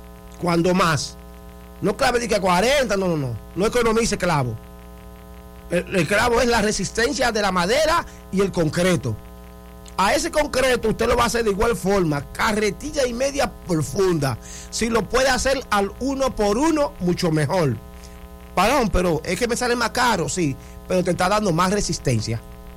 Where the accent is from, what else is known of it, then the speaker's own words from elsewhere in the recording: Dominican Republic; como dominicanos que somos